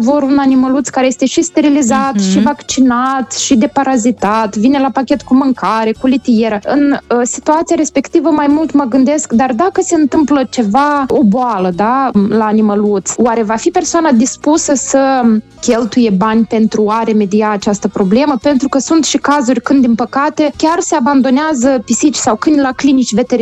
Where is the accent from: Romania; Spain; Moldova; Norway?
Moldova; Și cred că la capitolul acesta noi, ca moldoveni, avem încă multe de învățat, să fim mai empatici.